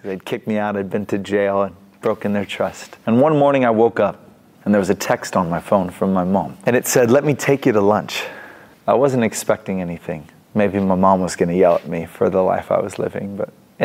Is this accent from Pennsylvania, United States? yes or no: no; Savannah, Georgia, United States; now in Sydney, Australia; I'm 24 years old. I live in Sydney, Australia. I'm from the United States, from the state of Georgia, city of Savannah, area code 912, coolest place ever, you know, praise God.